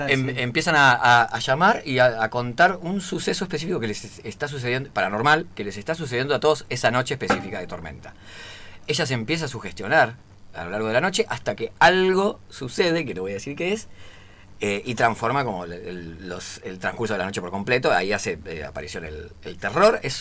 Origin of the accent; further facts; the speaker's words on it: Buenos Aires Province, Argentina; Yo me vine de la provincia de Buenos Aires, así que a ustedes no les cuesta nada.